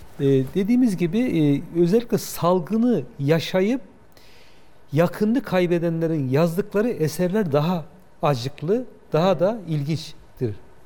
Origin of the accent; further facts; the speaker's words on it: Kahramanmaraş, Turkey; Bir de deprem bölgesindenim yani. Memleketim de aslen Kahramanmaraş.